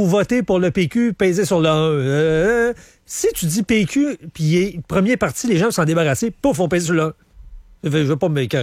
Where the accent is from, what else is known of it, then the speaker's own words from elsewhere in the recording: Thetford Mines, Quebec, Canada; c'est dans mon patelin, là, qui se présente, c'est Tetford Mines